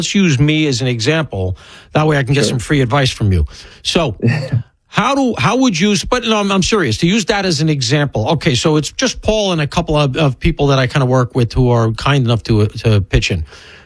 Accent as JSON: {"language": "English", "region": "Alabama", "country": "United States", "accent": "Alabama, deep Southern", "said": "including my obvious Alabama accent, I'm told. I have a very deep Southern accent, as you can hear."}